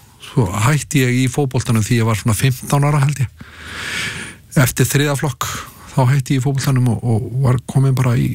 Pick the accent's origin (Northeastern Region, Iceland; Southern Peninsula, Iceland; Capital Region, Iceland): Capital Region, Iceland; Kópavogur; also born or lived in New York; Já, já, ég eldi upp í Kópavogur.